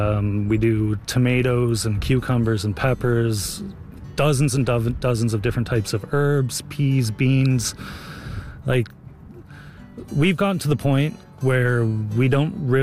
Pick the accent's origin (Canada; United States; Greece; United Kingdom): Canada; Saskatchewan; moved away; So both Anya and I are from away. I'm from Saskatchewan, Anya's from Slovenia. We moved here in 2012.